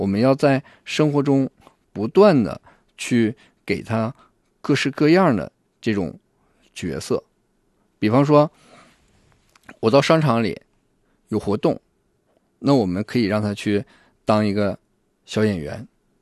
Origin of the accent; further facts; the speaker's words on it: Northeast China, China; 这个我们东北人说是聊着别人